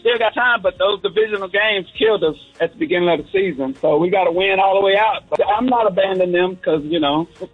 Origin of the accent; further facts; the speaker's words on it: Texas, United States; but other than that, I'm a Texan.